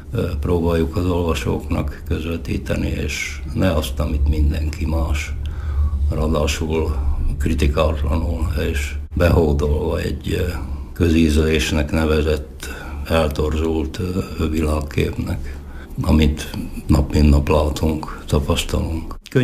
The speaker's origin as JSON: {"language": "Hungarian", "region": "Southern Slovakia", "country": "Slovakia", "said": "Felvidéki magyarként adott volt a kedvenc téma a megmaradásunk, a kultúránkért való küzdködés."}